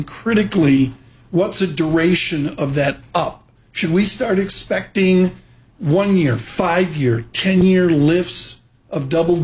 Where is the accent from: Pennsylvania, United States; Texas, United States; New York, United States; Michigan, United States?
New York, United States; Rochester; I grew up in Canada South, which is called Rochester. Right. So, you know, I'm biased.